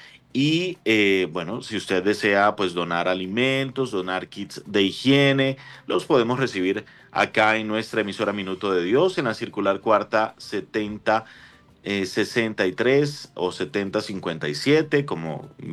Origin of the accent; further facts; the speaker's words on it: Uruguay; Santo Padre, lo esperamos. Venimos de Uruguay. Recuerde que Francisco no visitó Uruguay y Argentina, así que lo esperamos.